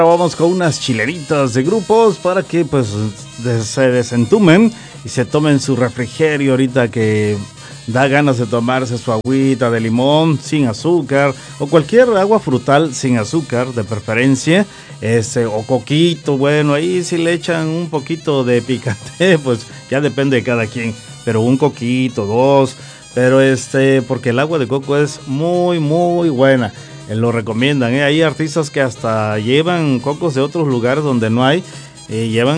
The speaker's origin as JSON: {"language": "Spanish", "country": "Mexico", "said": "Somos costeños"}